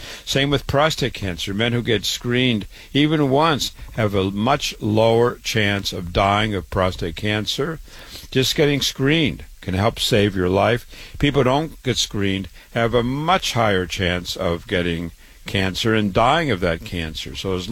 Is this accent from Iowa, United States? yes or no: yes; Waterloo, Iowa, United States; born and raised in Waterloo, Iowa, went to public school, went to university, MD at 25